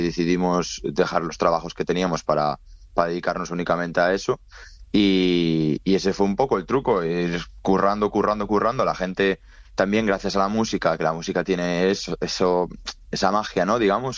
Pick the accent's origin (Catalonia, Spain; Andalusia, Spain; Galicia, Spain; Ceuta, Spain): Galicia, Spain; now in Ireland; y yo que soy de Galicia, Galiza, Baliza.